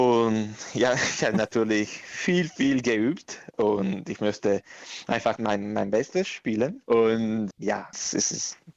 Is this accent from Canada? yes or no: no; Parma, Emilia-Romagna, Italy; German is a second language; moved away; ich komme aus Parma